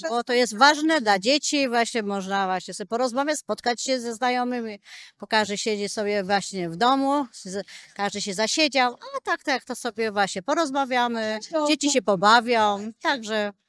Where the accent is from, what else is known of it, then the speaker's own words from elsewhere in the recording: Barchowo, Warmian-Masurian Voivodeship, Poland; No Barchowo, bo jestem z Barchowa.